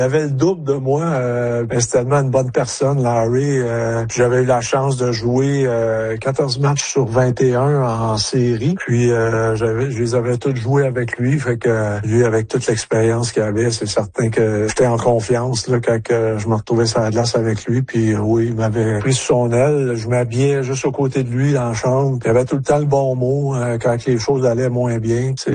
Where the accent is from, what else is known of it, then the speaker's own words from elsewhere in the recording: Quebec, Canada; En grandissant en Abitibi, on voyait ça à la télé, puis on suivait ça un petit peu